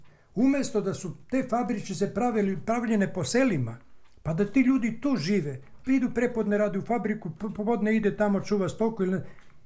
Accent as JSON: {"language": "Serbian", "town": "Jalbotina", "region": "Southern and Eastern Serbia", "country": "Serbia", "tie": "born or raised there", "said": "Peši sam kao dete išao na toj relaciji stalno gore-dole, tamo-amo, ali ja sam rođen ovde u Jalbotini."}